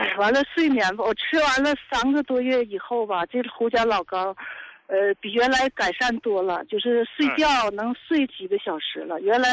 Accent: Qiqihar, Heilongjiang, China; 我过去吧，那什么，我是黑龙江的，那啥，齐齐哈尔的，71岁了。

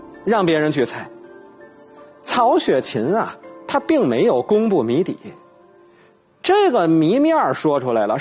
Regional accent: China; 我们中国人

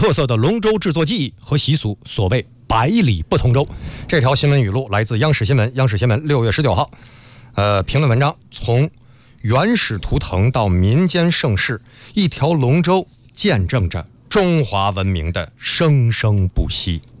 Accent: China; 这我们中国人都很熟悉了

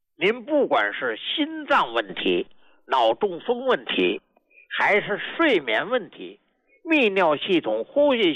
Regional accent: China; 作为中国人，无论走到哪儿，无论干啥事儿，多大岁数，都要记住这份骄傲。

